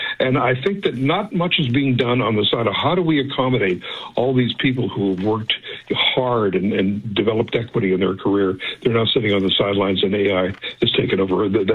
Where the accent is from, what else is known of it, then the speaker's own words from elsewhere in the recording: Australia; now in Canada; I mean, I'm an Australian citizen as well as a Canadian, so I worked in that wonderful country of mine for 18 years